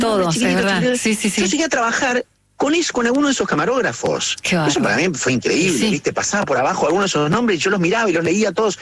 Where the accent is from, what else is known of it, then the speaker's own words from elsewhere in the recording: Córdoba, Argentina; born there; En la ciudad de Córdoba.